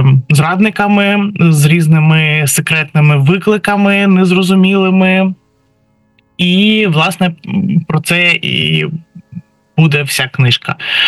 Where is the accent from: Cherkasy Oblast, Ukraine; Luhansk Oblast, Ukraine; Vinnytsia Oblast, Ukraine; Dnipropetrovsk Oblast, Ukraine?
Cherkasy Oblast, Ukraine; Cherkasy; я сама з Черкас родом